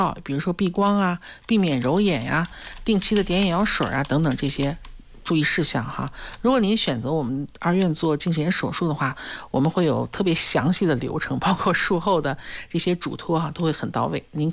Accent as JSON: {"language": "Chinese", "country": "China"}